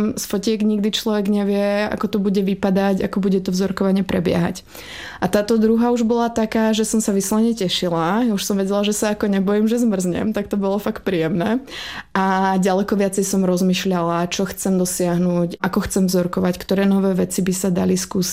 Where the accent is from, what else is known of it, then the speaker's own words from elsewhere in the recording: Slovakia; moved away as an adult; K tomuto by som začala tým, že ja pochádzam zo severného Slovenska, takže ja som vlastne až do 18 rokov mrzla